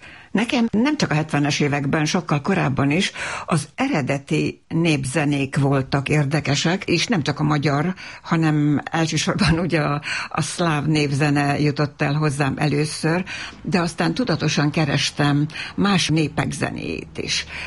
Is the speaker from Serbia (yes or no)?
yes; Novi Sad, Vojvodina, Serbia; moved away as an adult; now in Hungary; Újvidéken, a városban nőttem fel, szerb környezetben, tehát az utcán szinte ugyanabban az időben tanultam meg magyarul is, meg szerbül is, tehát ez a két nyelvűség az olyan természetes volt